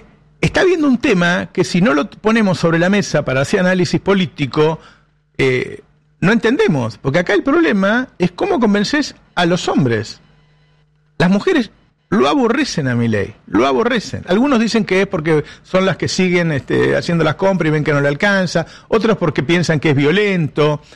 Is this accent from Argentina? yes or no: yes; Argentina